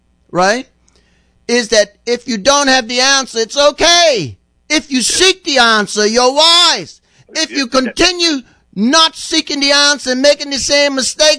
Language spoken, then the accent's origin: English; Bermuda; I come from White Hill, okay? I come from the country.